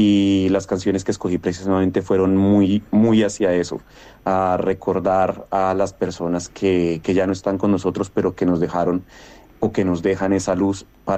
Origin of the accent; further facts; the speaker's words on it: Colombia; para tener un control de parte de nosotros como colombianos y pues de la Asociación de Colombianos